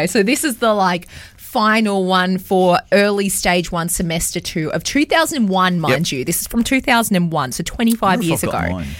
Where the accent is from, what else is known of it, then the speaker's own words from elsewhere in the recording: Dubbo, New South Wales, Australia; moved away; also born or lived in Brisbane; My grandma wants to move back to my hometown of Dubbo